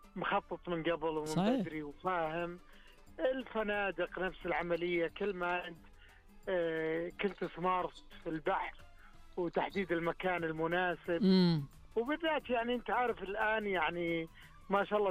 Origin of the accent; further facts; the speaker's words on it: Taif, Makkah Province, Saudi Arabia; now in Riyadh, Saudi Arabia; الطايف ديرتي ومسقط راسي.